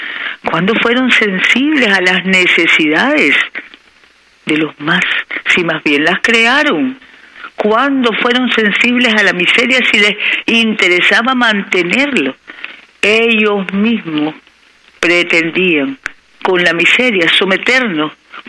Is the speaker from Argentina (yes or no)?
no; Nicaragua